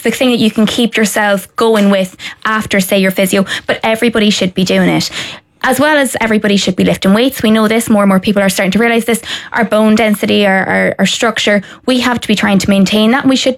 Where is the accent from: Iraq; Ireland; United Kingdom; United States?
Ireland; County Donegal; now in Dublin, Ireland; I'm from Donegal.